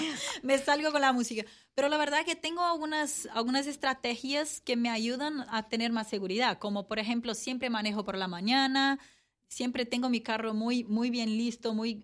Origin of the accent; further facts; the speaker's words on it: Minas Gerais, Brazil; Spanish is a second language; moved away as an adult; de Brasil, de Minas Gerais, pero no vine directamente. La verdad que estoy rodando hace bastante tiempo. Primero, yo salí de Brasil y me fui hasta Ushuaia, que es abajo en la puntita del continente en Argentina.